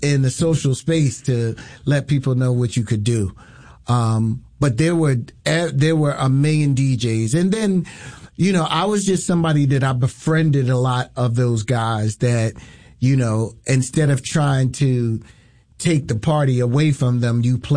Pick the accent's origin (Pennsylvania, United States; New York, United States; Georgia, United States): Pennsylvania, United States; Philadelphia; I think growing up in West Philly, we would have a lot of block parties.